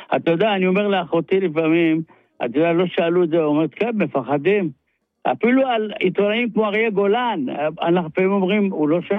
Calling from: Rishon LeZion, Central District, Israel; אני מראשון.

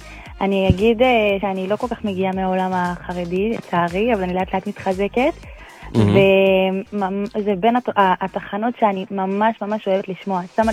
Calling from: Beersheba, Southern District, Israel; אני מבאר שבע, בדרום.

